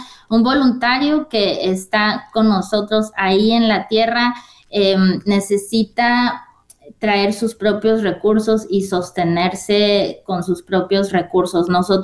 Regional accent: Mexico; yo como mexicana

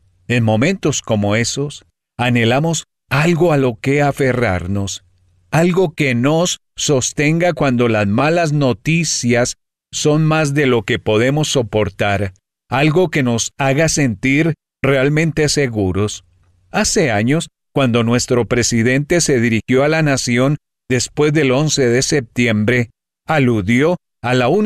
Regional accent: New York City, New York, United States

